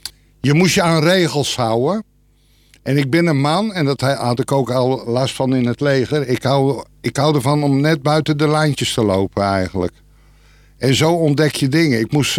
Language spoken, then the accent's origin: Dutch; Hooglanderveen, Utrecht, Netherlands; born there; geboren in Hooglanderveen. Ik kom uit een gezin van 7 kinderen, als oudste.